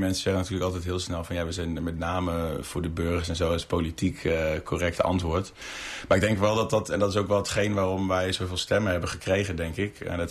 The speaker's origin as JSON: {"language": "Dutch", "town": "Vorchten", "region": "Gelderland", "country": "Netherlands", "tie": "born or raised there", "lives_now": "Veessen, Netherlands", "said": "Ik ben zelf geboren en opgegroeid in Vorchten."}